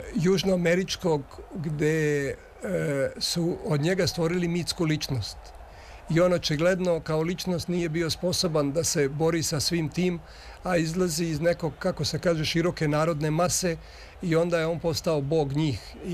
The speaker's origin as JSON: {"language": "Serbian", "region": "Dalmatia", "country": "Croatia", "said": "Pa znate kako, ja dolazim s podneblja gde je ta kultura fudbala, ja sam Dalmatinac, moje vaspitanje je usmerio Hajduk iz Pluta."}